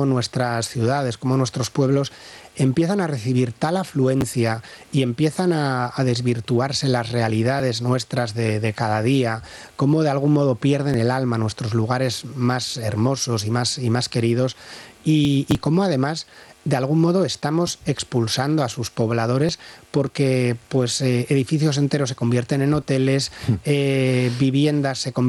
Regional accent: San Sebastián, Basque Country, Spain; Yo soy de Donosti, yo vivo en Donosti.

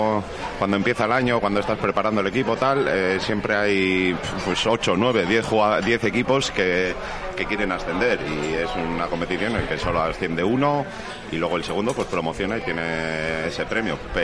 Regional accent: Amorebieta, Basque Country, Spain; En el Amorebieta Juvenil, sí, somos los dos de Amorebieta.

